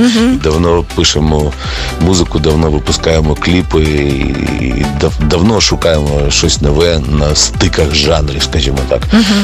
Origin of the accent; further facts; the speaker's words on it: Kharkiv, Kharkiv Oblast, Ukraine; ми ще заїдемо до нашого рідного міста Харків